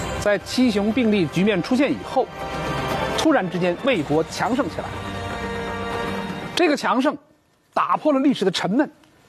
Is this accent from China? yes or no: yes; China; 我们中国人